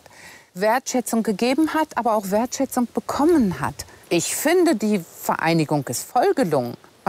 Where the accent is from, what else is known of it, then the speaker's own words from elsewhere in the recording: West Germany, Germany; now in East Germany; Ich fühle mich hier als Westdeutsche, die dann in den Osten gezogen ist, vollkommen angenommen.